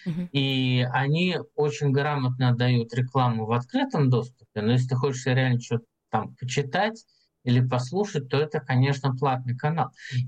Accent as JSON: {"language": "Russian", "country": "Russia", "said": "а мы русские"}